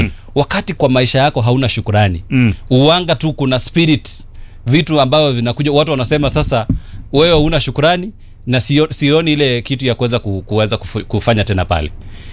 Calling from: Kenya; mimi mahali natoka Alex

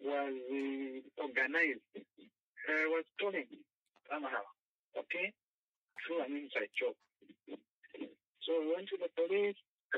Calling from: Ndola, Copperbelt, Zambia; I'm calling you from Ndola.

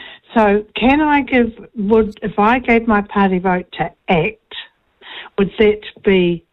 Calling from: Palmerston North, Manawatū-Whanganui, New Zealand; I'm from Palmerston North, which is definitely a Labor seat

